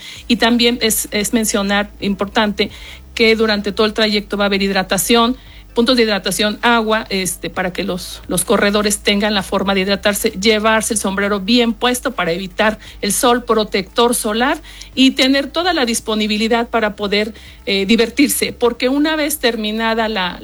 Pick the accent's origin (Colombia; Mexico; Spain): Mexico; Zimapán, Hidalgo; now in Pachuca, Mexico; Somos de Zimapán, en este momento vivimos en Pachuca, pero somos de Zimapán